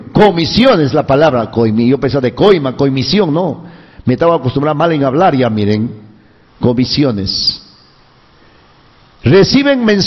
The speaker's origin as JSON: {"language": "Spanish", "country": "Peru", "said": "¿Acaso no somos peruanos?"}